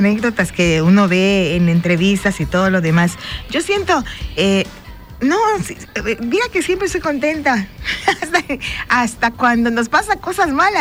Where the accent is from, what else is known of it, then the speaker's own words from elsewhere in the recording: Juchitán, Oaxaca, Mexico; moved away; also born or lived in Sanatepec, Oaxaca; Y como una servidora, nació en Sanatepec, Oaxaca. Pero se creció en, crecimos nosotros en Juchitán, Oaxaca.